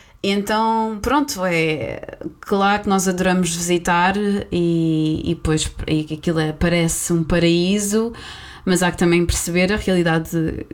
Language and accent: Portuguese; Portugal; como portugueses que éramos e também como uma francesa